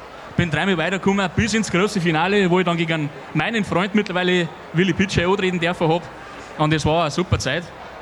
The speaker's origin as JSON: {"language": "German", "region": "Bavaria", "country": "Germany", "lives_now": "Eggenfelden, Germany", "said": "Ich bin tatsächlich aus Bonnbruck und bin vor 5 Jahren umgezogen auf Eckenfallen. Wegen der Wohnung halt, war was ein bisschen billiger. Gell? Aber eigentlich bin ich Bonnbruck"}